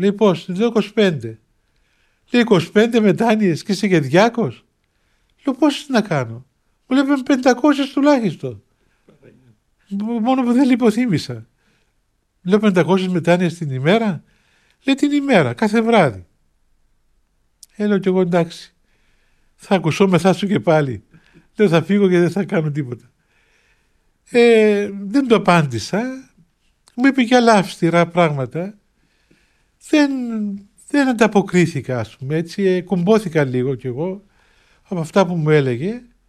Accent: Cyprus; από πού είσαι, λέω από την Κύπρο γέροντα. Α, από την Κύπρο, λέει. Λέω, ναι, από την Κύπρο.

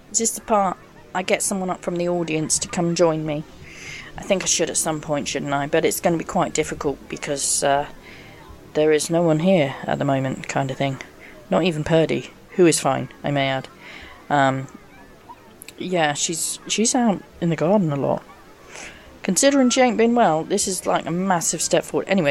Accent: South West England, United Kingdom; My road show is all around Cornwall. I'm Cornish.

